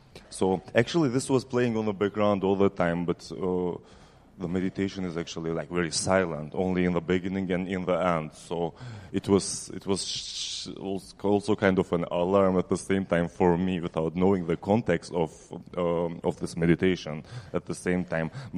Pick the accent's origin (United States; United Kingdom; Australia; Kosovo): Kosovo; Prizren, Prizren District; hello, I'm from Prizren.